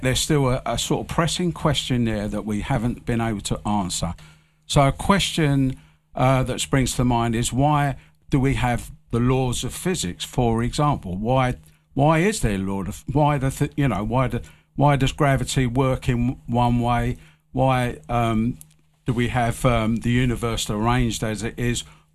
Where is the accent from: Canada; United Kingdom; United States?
United Kingdom; Bethnal Green, London; now in St Ives, United Kingdom; I'm not a native to St. Ives. From my accent, you probably tell I'm from London, Bethnal Green. And we moved up there 8 years ago, and we're loving it.